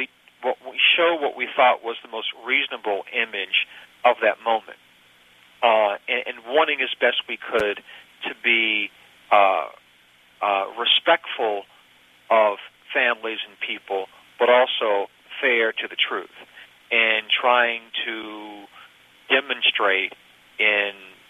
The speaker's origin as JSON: {"language": "English", "region": "the South", "country": "United States", "said": "I'm a Southerner, and New Yorkers, rightly or wrongly, have this reputation of being sort of these cold, rude people"}